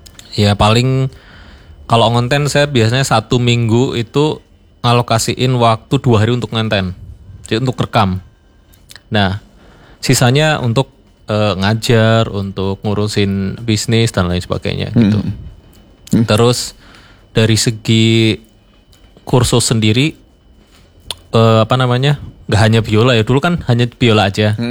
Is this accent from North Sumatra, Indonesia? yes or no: no; Brebes, Central Java, Indonesia; moved away; Enggak, saya aslinya dari Brebes.